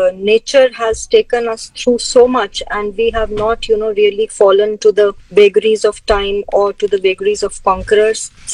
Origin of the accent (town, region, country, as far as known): India